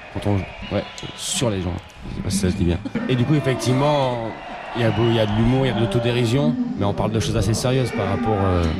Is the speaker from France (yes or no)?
yes; France; Pour être plus compris chez nous, on va dire aussi. Enfin, chez nous en France, on va dire.